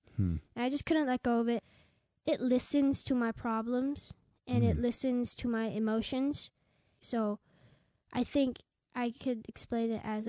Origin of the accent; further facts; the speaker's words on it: Fairfax, Virginia, United States; born there; also born or lived in Philippines / Korea; So I was born in Virginia, Fairfax, and I then moved to Philippines and then Korea, and then I started the flute in Korea.